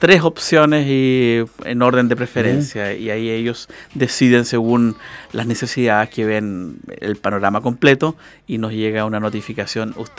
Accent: Fresia, Los Lagos, Chile; moved away; also born or lived in Santiago; yo pertenezco a la Congregación Verbo Divino, como bien ha mencionado, soy de Fresia originalmente

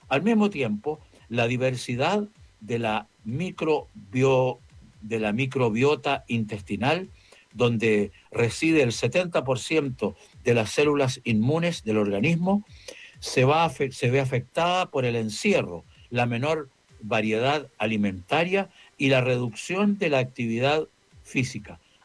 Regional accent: Chile; somos mucho más chilenos, y mucho más habitantes chilenos, ciudadanos chilenos

